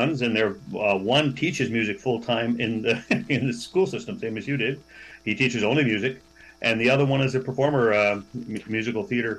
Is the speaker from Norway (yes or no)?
no; Niagara-on-the-Lake, Ontario, Canada; also born or lived in Waterloo; when I grew up in Niagara on the Lake. My Mennonite background. My dad was a Mennonite minister